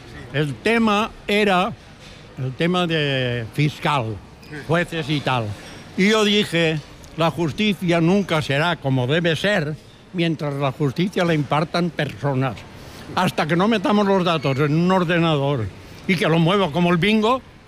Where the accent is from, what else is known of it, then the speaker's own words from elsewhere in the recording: Xàbia, Valencian Community, Spain; Somos de Xàbia.